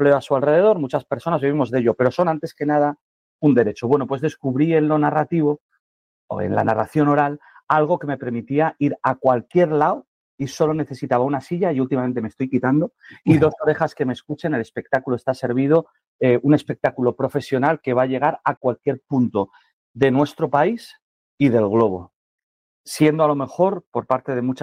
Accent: Asturias, Spain; Yo incluso en mi tierra, en Asturias

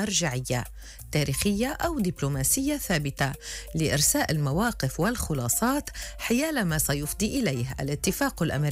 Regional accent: Lebanon; نحن تعبنا كلبنانية

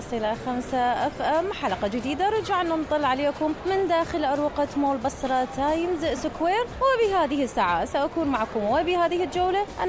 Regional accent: Iraq; صار عادة اجتماعية عندنا احنا كعراقيين

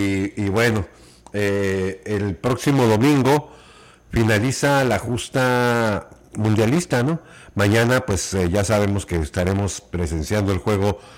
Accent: Mexico; Para nosotros, para nuestra realidad como mexicanos, nuestro fútbol.

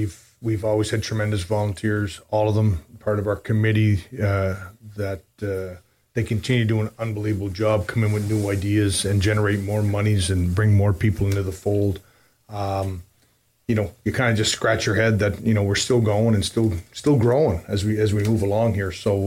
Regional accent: Frankville, Nova Scotia, Canada; also born or lived in Antigonish County, Nova Scotia; I know I'm from Frankfield, Nova Scotia, but from, you know, County of Anakinish

